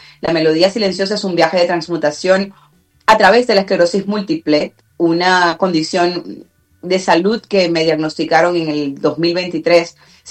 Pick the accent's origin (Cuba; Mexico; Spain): Cuba; now in Miami, United States; Estoy aquí desde Miami, en los Estados Unidos, y aunque soy cubana, pues aquí vivo en Miami hace 23 años ya.